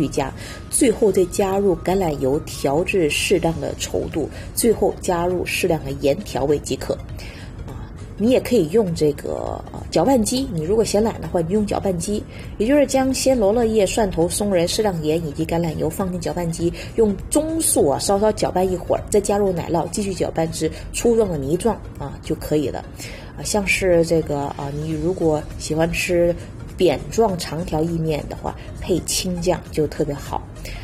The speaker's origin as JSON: {"language": "Chinese", "country": "China"}